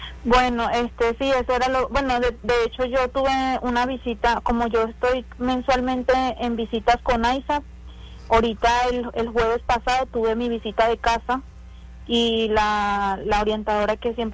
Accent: Venezuela; Yo soy venezolana y yo entré con una, bueno, aquí se prepara un asilo

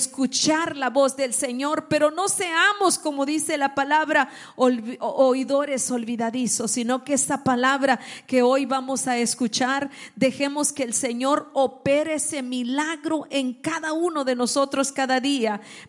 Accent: El Salvador; yo soy del campo, nací en la República de El Salvador y nací en el campo.

